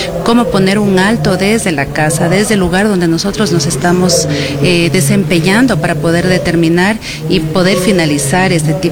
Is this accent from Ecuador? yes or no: yes; Ecuador; nosotros como ciudadanos, como ecuatorianos